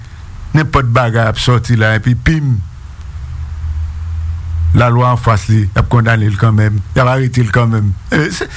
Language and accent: French; Haiti; Même si je suis dans un pays étranger, pourri que je suis haïtien.